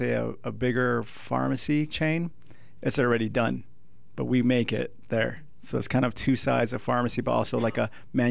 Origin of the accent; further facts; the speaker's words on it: Peoria, Arizona, United States; also born or lived in Hawaii / Phoenix, Arizona; now in Prescott, United States; I originally was born in Peoria, Arizona.